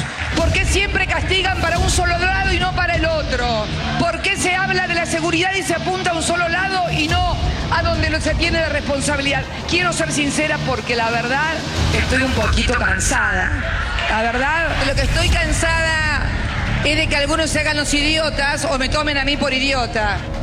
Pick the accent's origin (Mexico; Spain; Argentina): Argentina; Soy argentina y cuando hay otro argentino que sufre, ahí voy a estar.